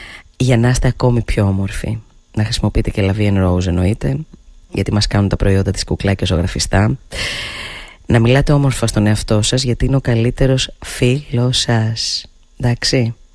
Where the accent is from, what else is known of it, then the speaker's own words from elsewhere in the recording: Diakopto, Western Greece, Greece; Θα χαρώ πάρα πολύ να σας δω στα μέρη μου εκεί στο διακοφτό.